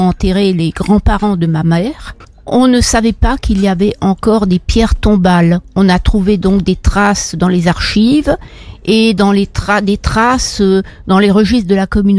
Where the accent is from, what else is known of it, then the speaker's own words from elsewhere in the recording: Strasbourg, Grand Est, France; je suis sociologue, je viens de Strasbourg.